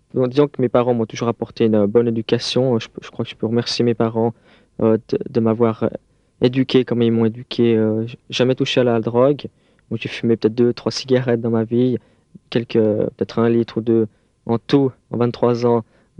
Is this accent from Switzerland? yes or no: yes; Geneva, Switzerland; born there; Je suis né à Genève il y a 23 ans avec des copains, on a formé une bande et on a commencé à semer un peu le désordre un peu partout dans la ville de Genève.